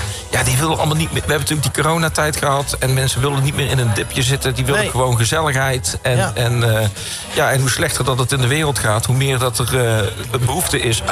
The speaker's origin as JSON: {"language": "Dutch", "region": "North Brabant", "country": "Netherlands", "accent": "soft G", "said": "Ja, ik ben echt een Brabander. Als ik bij mij gewoon 's morgens de studio inloop, het is gewoon echt Brabant. Het is gewoon gezellig. En ik praat toch gewoon met een zachte G."}